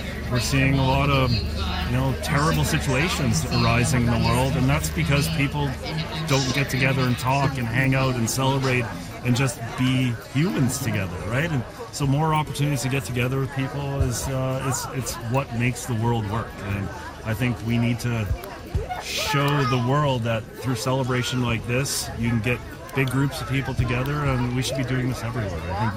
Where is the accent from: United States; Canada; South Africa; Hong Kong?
Canada; Whitehorse, Yukon; I'm from Whitehorse